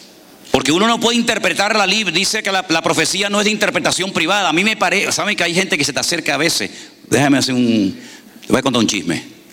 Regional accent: Spain; Quiero pedir perdón porque a veces puedo yo, como español, utilizar alguna palabra, alguna expresión que a lo mejor puede chocar aquí, pero es que los españoles hablamos así.

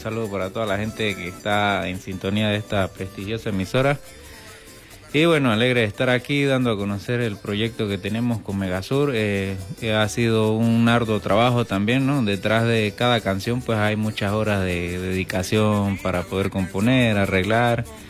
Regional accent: Mérida, Venezuela; born there; Yo soy de Mérida como tal.

